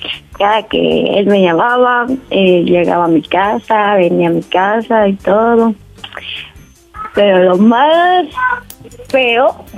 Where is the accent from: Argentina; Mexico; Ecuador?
Mexico; Nezahualcóyotl, State of Mexico; 22, soy de la ciudad de Nezahualcóyotl.